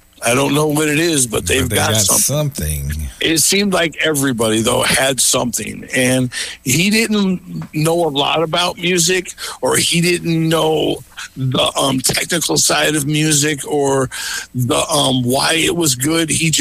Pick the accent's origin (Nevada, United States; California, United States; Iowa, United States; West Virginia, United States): Nevada, United States; Las Vegas; born there; also born or lived in Chicago; me growing up in Las Vegas